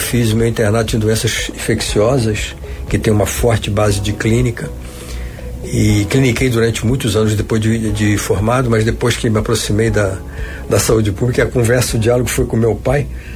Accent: Rio de Janeiro, Brazil; dia que eu estava fazendo um ano de idade, o navio aportou no porto do Rio de Janeiro, aqui na Praça Mauá. E eu cresci em São Cristóvão

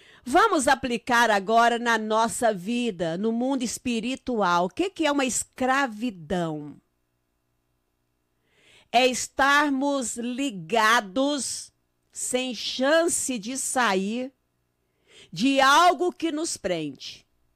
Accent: Uberaba, Minas Gerais, Brazil; Como diz lá no Uberaba, na minha terra.

